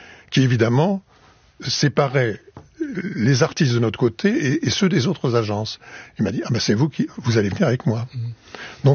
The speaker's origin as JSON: {"language": "French", "town": "Paris", "region": "Île-de-France", "country": "France", "tie": "born or raised there", "moved": "as an adult", "said": "moi je suis parisien, j'ai jamais quitté Paris, j'ai 30 ans"}